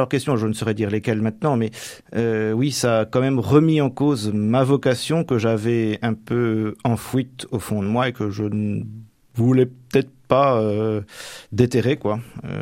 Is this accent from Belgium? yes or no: no; Normandy, France; Non, parce que je suis vraiment originaire de la Manche, hein, même si je suis originaire du Nord-Manche, mais bah, ma région natale, le Val-de-Serre